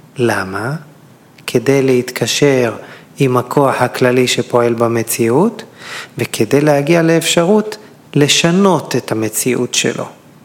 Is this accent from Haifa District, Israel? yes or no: no; Elyashiv, Central District, Israel; גדלתי בחוף מכמורת, אני מושבניק מאלישיב ועמק חפר. שבוע שעבר הייתי במכמורת, חוף ילדותי.